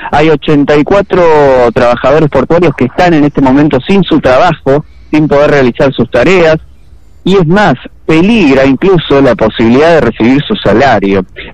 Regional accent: Buenos Aires, Argentina; moved away; Imagínense que yo vengo de Capital Federal a vivir acá hace unos años y no soy muy conocedor del tema.

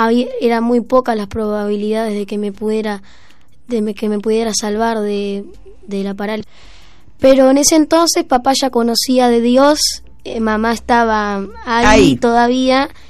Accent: Montevideo, Uruguay; tengo 10 años y vengo de Uruguay, Montevideo.

